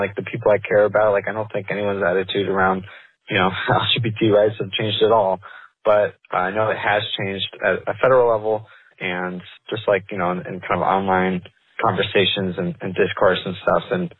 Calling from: Chicago, Illinois, United States; I'm calling from Chicago.

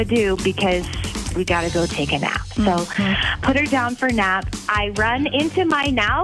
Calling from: Madison, Wisconsin, United States; I'm from Madison

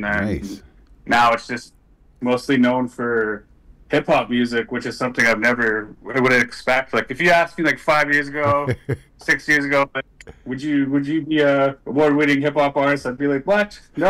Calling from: Stanley Mission, Saskatchewan, Canada; I'm calling from Stanley Mission, Saskatchewan. It's an hour north of my hometown.

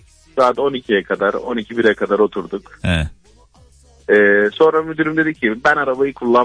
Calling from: Istanbul, Turkey; İstanbul'dan abi

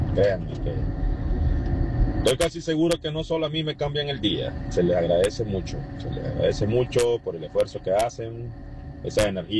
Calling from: New York, United States; Siempre los escucho desde Nueva York

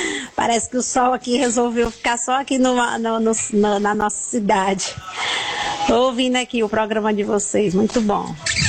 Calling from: Bacabal, Maranhão, Brazil; falo aqui de Bacabal, no Maranhão.

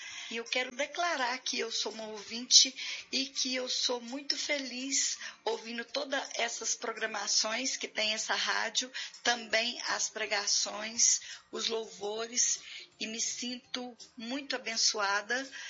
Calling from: Uberlândia, Minas Gerais, Brazil; Eu moro na cidade de Uberlândia, Minas Gerais.

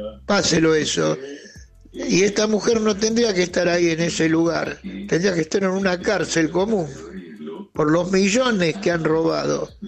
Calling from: Morón, Buenos Aires Province, Argentina

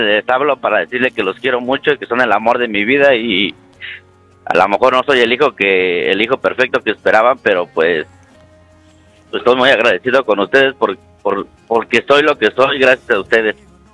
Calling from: Atotonilco de Tula, Hidalgo, Mexico; ahorita soy de Atotonilco, de Tula, pero ahorita voy para Aguascalientes.

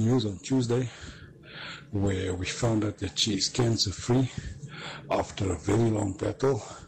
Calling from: Kempton Park, Gauteng, South Africa; from Kempton Park

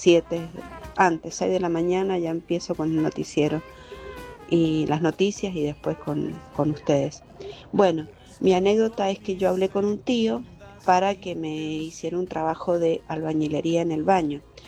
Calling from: Maipú, Mendoza, Argentina; de Coquimbito, Maipú.

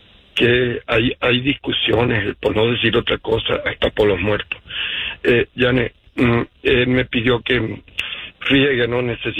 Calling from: Utah, United States; Te llamo desde Utah.

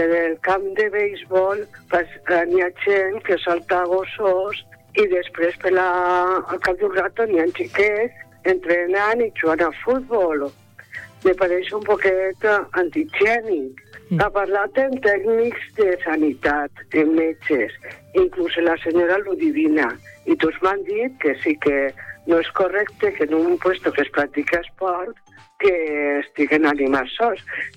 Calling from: Gandia, Valencian Community, Spain; sóc una veïna de Gandia.

